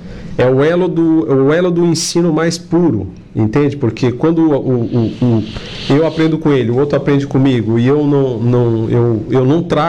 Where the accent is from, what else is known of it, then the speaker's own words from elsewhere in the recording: Criciúma, Santa Catarina, Brazil; Eu sou de Criciúma.